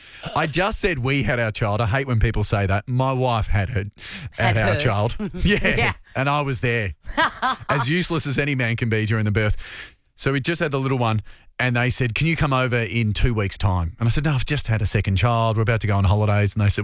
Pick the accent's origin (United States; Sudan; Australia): Australia; I'm an Australian, I'm half their age.